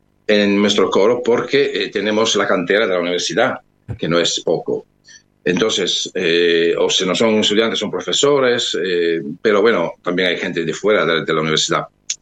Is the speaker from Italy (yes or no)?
yes; Italy; now in Canary Islands, Spain; Yo soy italiano